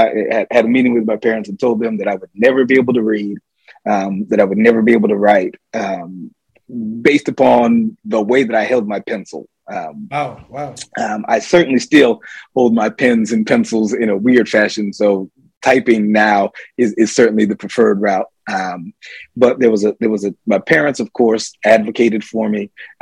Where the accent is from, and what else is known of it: Ithaca, New York, United States; born or raised there